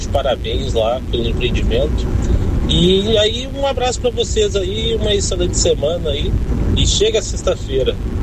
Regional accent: São Leopoldo, Rio Grande do Sul, Brazil; Eu sou de São Leopoldo, eu peguei um carro ontem sem rumo, né?

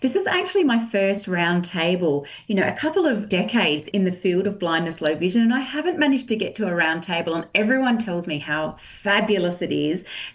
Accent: Adelaide, South Australia, Australia; And how exciting that it's in my hometown of Adelaide too, which is just fabulous.

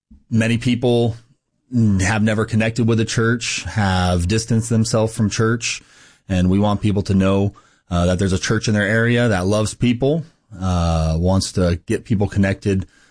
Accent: Clovis, California, United States; And so I grew up in Central Baptist Church there in Clovis, California.

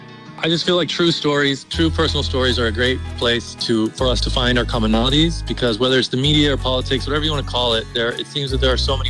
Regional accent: Mission, Texas, United States; I grew up in Mission, Texas, and we're just a few miles from the border.

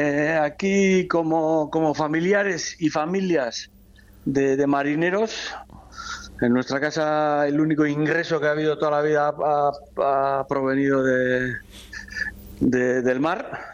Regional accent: Ondarroa, Basque Country, Spain; O sea, en mi pueblo, Ondarroa, antes era Dios.

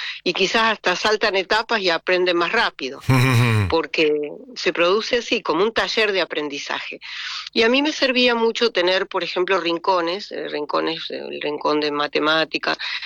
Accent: Bariloche, Río Negro, Argentina; born there; Yo soy nacida, toda mi familia es de la provincia de Río Negro. Sí, he tenido abuelos en Viedma, pero nací en Bariloche y me desarrollé como docente en lo que le llamamos la línea sur rionegrina

